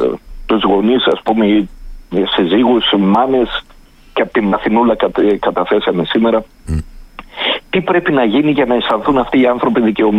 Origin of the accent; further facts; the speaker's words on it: Greece; Όταν σαν Έλληνας, ας πούμε, πηγαίνεις λίγο το σκεπτικό